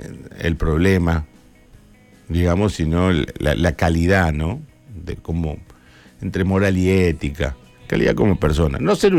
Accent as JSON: {"language": "Spanish", "country": "Argentina", "said": "Porque nosotros somos los argentinos"}